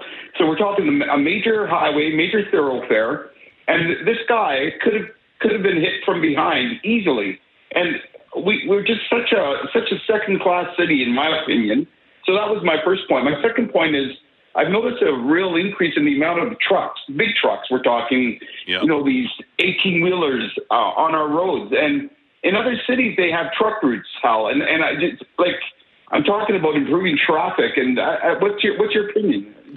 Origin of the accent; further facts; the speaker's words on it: Edmonton, Alberta, Canada; also born or lived in Toronto; now in Winnipeg, Canada; I'm not from Winnipeg. I'm originally from Edmonton, lived in Toronto for 20 years, so lived in other cities.